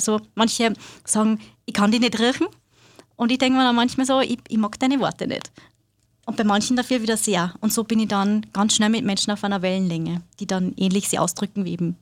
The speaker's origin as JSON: {"language": "German", "town": "Linz", "region": "Upper Austria", "country": "Austria", "said": "ich bin gerade 37 Jahre alt geworden. Ich bin Mama, habe zwei kleine Kinder und bin auch Lehrerin da bei uns in Linz am Berg oben."}